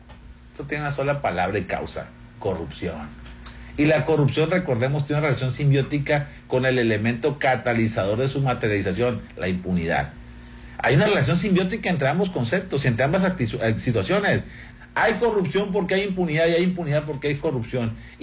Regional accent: Mexico

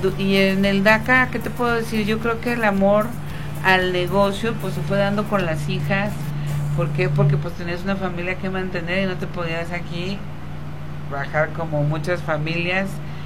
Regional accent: Mexico

